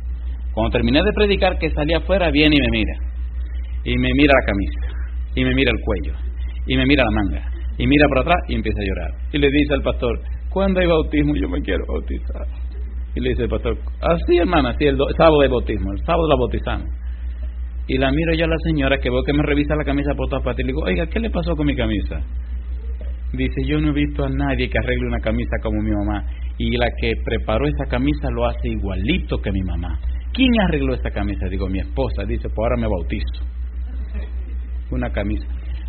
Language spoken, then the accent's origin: Spanish; Dominican Republic; en una ciudad que se llama La Romana en mi país